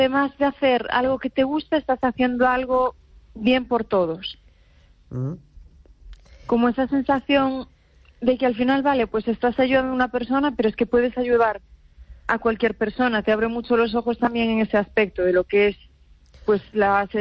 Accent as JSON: {"language": "Spanish", "town": "Cambados", "region": "Galicia", "country": "Spain"}